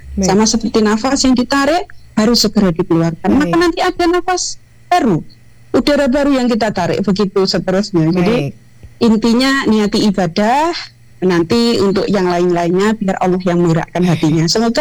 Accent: Sumatra, Indonesia; padahal saya ini orang Sumatera Mbak Satya

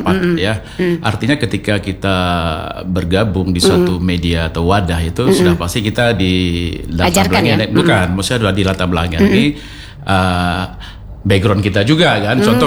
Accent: Banda Aceh, Aceh, Indonesia; Contoh kayak saya nih kan, saya dari Banda Aceh ya.

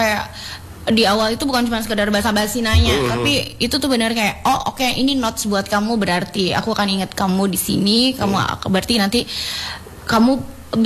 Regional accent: Tanjung, North Kalimantan, Indonesia; karena aku kan dari Tanjung nih, biasa main ke Tarakan, jadi biasa ikut pernah ikut kelas di Tarakan sebelum aku jadi teacher.

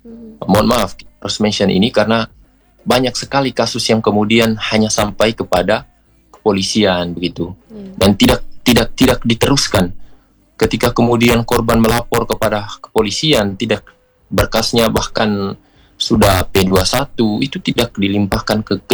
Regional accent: East Nusa Tenggara, Indonesia; kita orang NTT

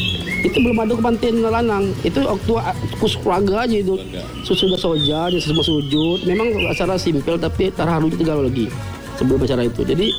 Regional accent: Bengkulu, Indonesia; Harusnya kita orang Bengkulu lebih mencintai dulu daripada orang lain, karena orang-orang luar itu akan menengok, mencontoh ikut orang yang asli dulu.

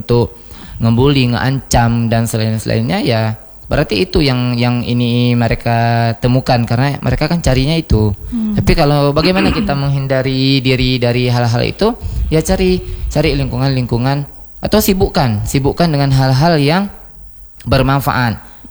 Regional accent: Bireuen, Aceh, Indonesia; now in Banda Aceh, Indonesia; Bahkan di kampung saya pun di Biren masih ada remaja masjidnya.

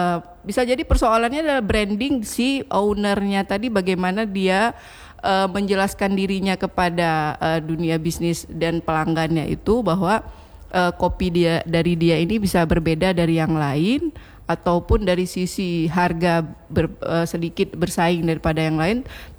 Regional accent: Aceh, Indonesia; sesama kita orang Aceh

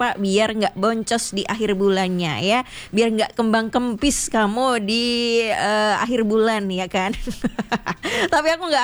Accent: Surakarta, Central Java, Indonesia; now in Jember, Indonesia; Aku kan dari Solo juga nih. Nah, Solo ini menurutku lumayan hektik, udah hektik banget sih.

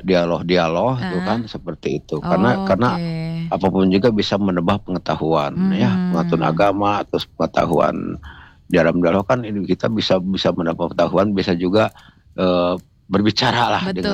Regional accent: Bogor, West Java, Indonesia; born there; menikah dengan nenek saya, maka lahirlah saya di Bogor itulah seperti itu.

